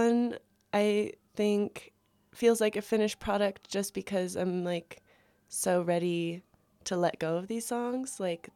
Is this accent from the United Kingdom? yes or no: no; Bozeman, Montana, United States; I grew up in Bozeman over on Kelly Canyon Road. Very lucky place to grow up.